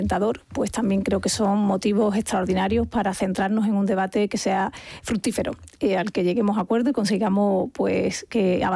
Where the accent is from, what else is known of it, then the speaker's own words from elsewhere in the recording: Andalusia, Spain; Y por tanto el narcotráfico a mí me preocupa como andaluza que soy.